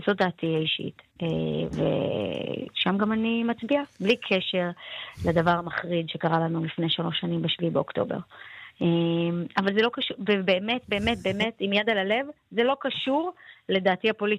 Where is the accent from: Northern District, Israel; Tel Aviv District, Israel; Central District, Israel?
Northern District, Israel; אני מושב בצפון